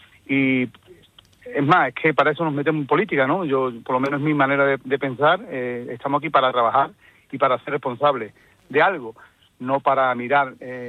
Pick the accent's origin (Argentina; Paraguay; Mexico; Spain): Spain; Paterna; Yo siempre pongo de ejemplo de cuando estaba de alcalde en mi pueblo, en Paterna